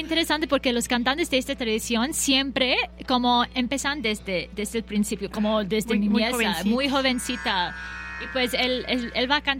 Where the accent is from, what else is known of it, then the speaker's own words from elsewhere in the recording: Kolkata, West Bengal, India; now in Xalapa, Mexico; Soy de la India, de Bengala. De Calcuta, no sé si conocen.